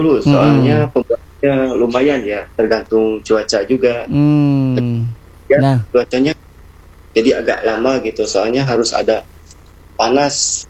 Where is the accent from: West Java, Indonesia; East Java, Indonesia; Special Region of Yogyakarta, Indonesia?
West Java, Indonesia; Singaparna; Ya, saya dari Galunggungnya Pak, Singaparna.